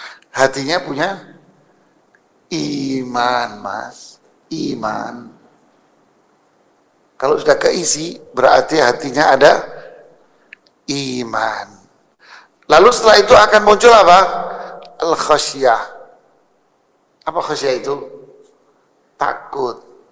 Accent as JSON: {"language": "Indonesian", "town": "Bangil", "region": "East Java", "country": "Indonesia", "tie": "born or raised there", "said": "Saya tahu masih kecil dulu di Bangil. Ya, saya orang Bangil, Mas."}